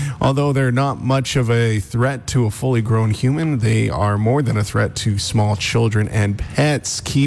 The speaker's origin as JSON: {"language": "English", "region": "Alberta", "country": "Canada", "tie": "born or raised there", "moved": "yes", "lives_now": "Castlegar, Canada", "said": "Growing up in Alberta, I spent a lot of time around coyotes."}